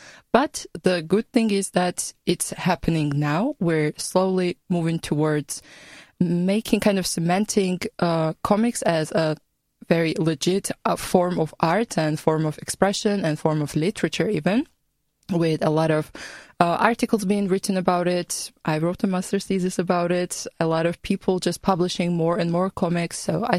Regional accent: Georgia; now in Austria; As you said … I'm volunteering in Austria and I'm coming from Georgia.

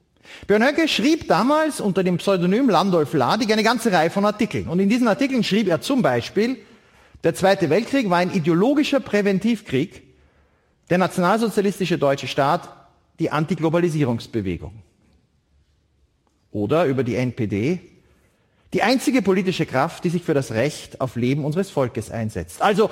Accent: Vienna, Austria; now in Berlin, Germany; Herzlichen Dank wieder einmal an den Falter für diese Gelegenheit und für die Chance, in meine Heimatstadt Wien zurückzukommen. Ich lebe derzeit in Berlin.

